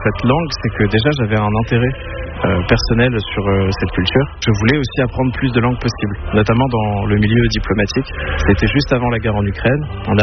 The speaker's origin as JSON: {"language": "French", "town": "La Chapelle-d'Armentières", "region": "Hauts-de-France", "country": "France", "said": "je viens de la chapelle d'Armentières."}